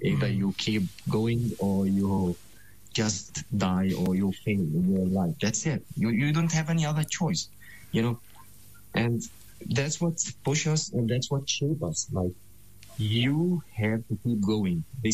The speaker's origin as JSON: {"language": "English", "town": "Gaza", "region": "Gaza Strip", "country": "Palestine", "moved": "yes", "said": "I'm from Gaza"}